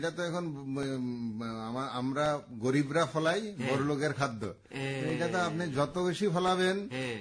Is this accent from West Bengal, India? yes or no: no; Tripura, India